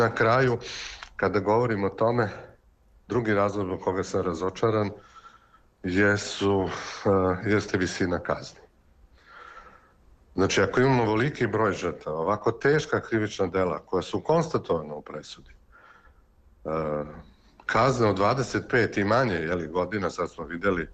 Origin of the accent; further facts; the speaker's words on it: Pristina, Kosovo; moved away; s obzirom da sam rođen u Prištini i da sam živeo tamo do sredine 1999. godine, sam svedok zbivanja i u mom rodnom gradu i na Kosovu i Metohiji